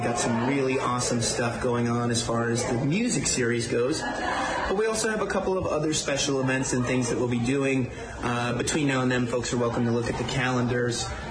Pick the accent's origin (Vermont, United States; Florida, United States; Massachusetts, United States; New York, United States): Florida, United States; Sebastian; born there; moved away; also born or lived in Vero Beach, Florida; I was born in Vero Beach, but I lived in Sebastian.